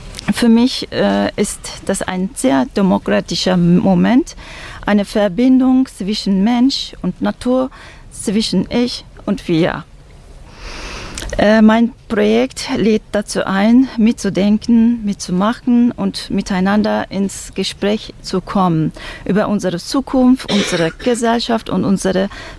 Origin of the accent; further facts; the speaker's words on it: Turkey; moved away; In meiner Kindheit in der Türkei